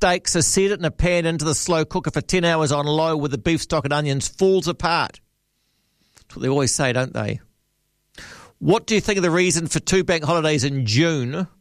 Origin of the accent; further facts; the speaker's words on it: Port Chalmers, Otago, New Zealand; moved away as an adult; I'm from Port Chalmers and went away to sea as an 18-year-old and joined a cargo ship in Japan.